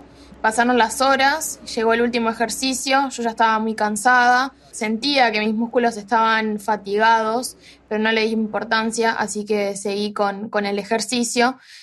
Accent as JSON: {"language": "Spanish", "country": "Uruguay", "tie": "born or raised there", "said": "tengo 24 años, soy uruguaya."}